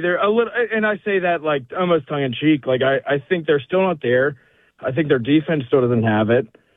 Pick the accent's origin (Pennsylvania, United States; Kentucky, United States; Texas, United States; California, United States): Pennsylvania, United States; Pittsburgh; So where I'm from Pittsburgh, and I'm an Aaron Donald guy from Pittsburgh.